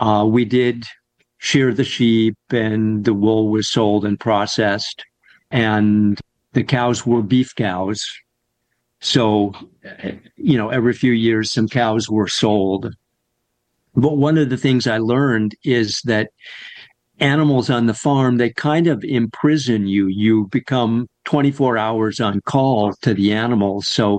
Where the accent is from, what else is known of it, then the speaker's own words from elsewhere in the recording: Corvallis, Oregon, United States; I grew up in Corvallis, Oregon, on a 100-acre farm a couple miles north of town. And we had a whole bunch of animals.